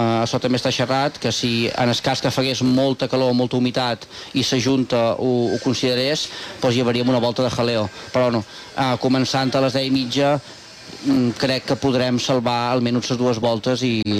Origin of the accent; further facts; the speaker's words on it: Sant Lluís, Balearic Islands, Spain; soc molt de, sempre ho dic, soc molt de Sant Lluís i per jo és un orgull poder ser aquesta figura dins la colcada i representar el que és tot el poble de Sant Lluís